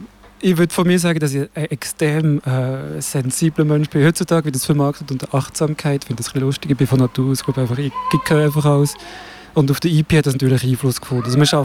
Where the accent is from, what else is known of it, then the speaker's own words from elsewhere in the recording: Fribourg, Switzerland; now in Bern, Switzerland; ursprünglich bin ich aus Fribourg